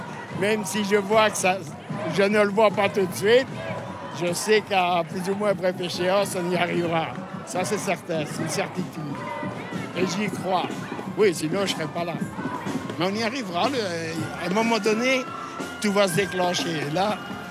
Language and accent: French; Spain; now in Belgium; Et pour finir, je suis espagnol. Même si j'ai toujours la nationalité, mais je suis plus belge qu'un belge.